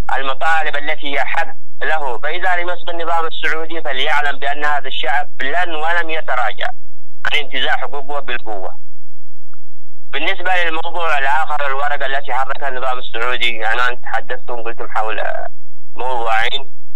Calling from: Hajjah, Yemen; محافظة حجة أبلح اليمن،

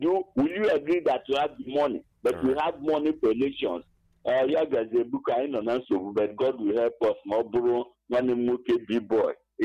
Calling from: Agbani, Enugu State, Nigeria; I'm calling from Agbapani, Kenugu.

